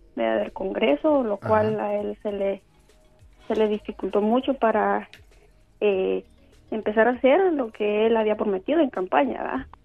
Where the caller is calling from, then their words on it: El Salvador; yo soy de El Salvador